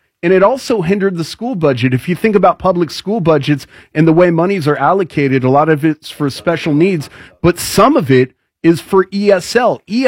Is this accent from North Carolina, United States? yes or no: no; California, United States; I grew up in Southern California. Quick background on me. I grew up in a very diverse culture. Southern California, and half of our school was Spanish speaking